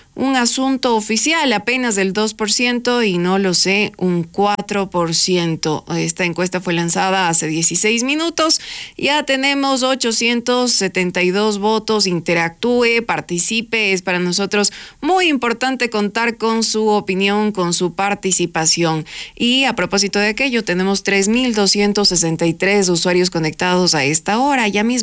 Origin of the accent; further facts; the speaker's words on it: Quito, Pichincha, Ecuador; como diríamos los quiteños